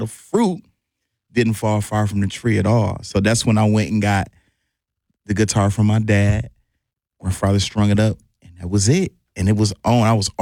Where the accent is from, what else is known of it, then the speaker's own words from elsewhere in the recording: Milwaukee, Wisconsin, United States; also born or lived in Rockford, Illinois; because I was born in Rockford, Illinois, but raised in Milwaukee, Wisconsin. So I claim Milwaukee. All of my schools, I went there.